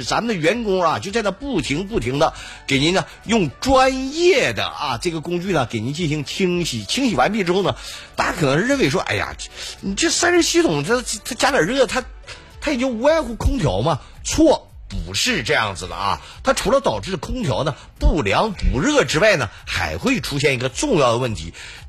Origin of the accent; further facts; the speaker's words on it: Fengcheng, Liaoning, China; 那台车就跟我在高速上回我丹东凤城老家，